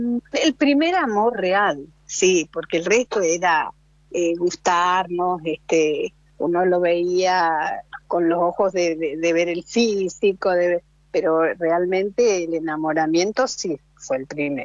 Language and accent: Spanish; San Rafael, Mendoza, Argentina; also born or lived in La Rioja / Mar del Plata; Estuve también en Mar del Plata, porque tenía negocio, entonces nos fuimos a Mar del Plata. Después que hubo un temblor muy grande aquí en Mendoza, nos fuimos a Mar del Plata. Y bueno, después, con el tiempo, cuando mis hijas tenían adolescentes, 12, 13 años, me separé y volví a San Rafael y aquí estoy.